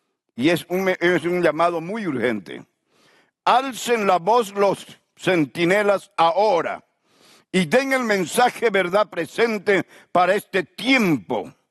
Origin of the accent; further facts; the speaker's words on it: Santa Ana del Yacuma, Beni, Bolivia; moved away; also born or lived in Germany; Cuando ellos llegaron a mi pueblo, Santana y Yacuma